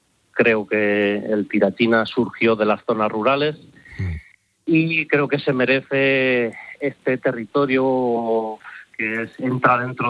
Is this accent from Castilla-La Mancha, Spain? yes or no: yes; Las Mesas, Castilla-La Mancha, Spain; yo soy de la tierra, soy de Las Mesas, de la provincia de Cuenca.